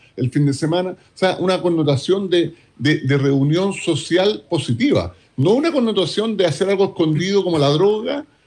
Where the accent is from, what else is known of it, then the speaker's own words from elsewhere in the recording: Chile; como cualquier chileno que sale fuera de Chile